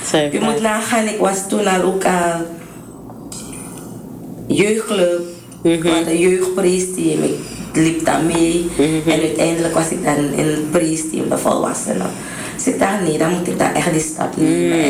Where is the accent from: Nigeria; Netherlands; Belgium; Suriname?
Nigeria; Ik ben trots om dat te zeggen. Ik ben een Nigeriaanse vrouw. En ja, daar ben ik gevormd.